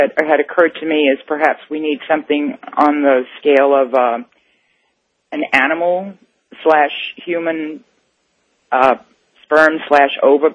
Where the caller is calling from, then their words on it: Baja California, Mexico; Good morning. I'm calling from Baja, Mexico.